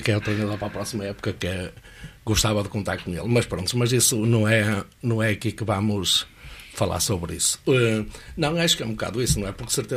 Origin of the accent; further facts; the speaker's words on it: Remelhe, Braga, Portugal; claro que sou natural de Remelho, mas gosto mesmo imenso